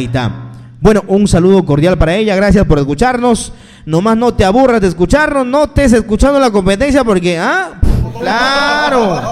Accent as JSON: {"language": "Spanish", "region": "Peruvian Amazon", "country": "Peru", "said": "nosotros los selváticos como que le hacemos una joda a algunas palabras"}